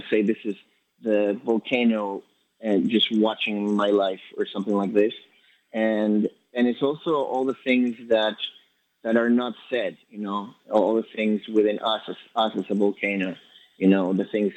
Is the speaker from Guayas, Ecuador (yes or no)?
yes; Guayaquil, Guayas, Ecuador; moved away; So I'm originally from Ecuador, Guayaquil, Ecuador, the coast.